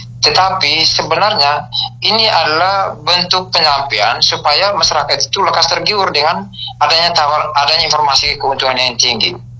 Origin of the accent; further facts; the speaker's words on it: Flores, East Nusa Tenggara, Indonesia; kita orang Flores